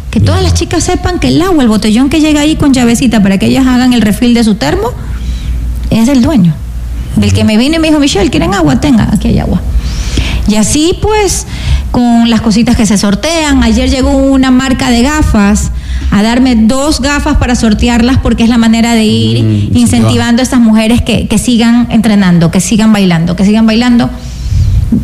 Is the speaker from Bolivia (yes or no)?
no; Guayaquil, Guayas, Ecuador; moved away as an adult; yo soy guayaquileña, llegué hace muchos años aquí a la ciudad